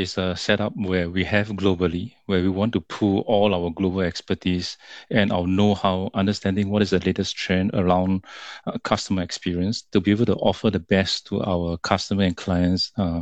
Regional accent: Singapore; Aside for being a Singaporean myself, which I'm very proud of.

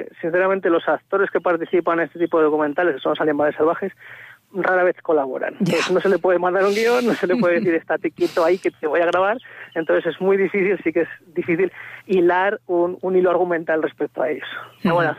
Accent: Zamora, Castile and León, Spain; Soy zamorano, soy de aquí, pero sí, no, me muevo por España.

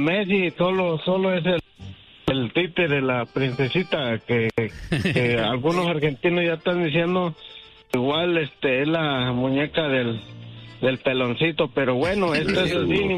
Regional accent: El Salvador; now in United States; Mira, loco, yo soy salvadoreño, pero ya con 20 años aquí en los Estados Unidos, loco.

